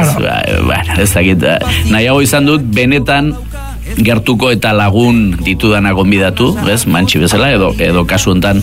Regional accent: Errenteria, Basque Country, Spain; born there; ni Santa Clara kalean sortu nintzen Errenterian, horretan, eta Arkaitz Goiko kalean. Beraz, gure, bere sortetxetik nire sortetxera, ez dira egun metro egongo

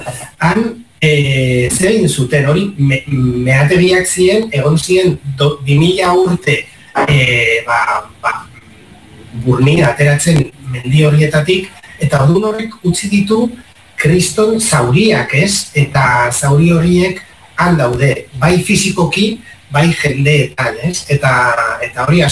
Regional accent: San Sebastián, Basque Country, Spain; first language Spanish; Basque is a second language; Ni donostiarra naiz, baino Pasaian eta Uriamendian asko ibili naiz

